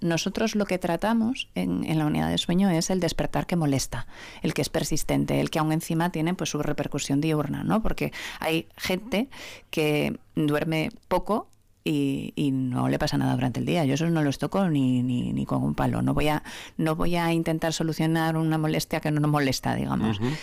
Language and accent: Spanish; Galicia, Spain; yo soy gallega y los gallegos somos un poco tremendistas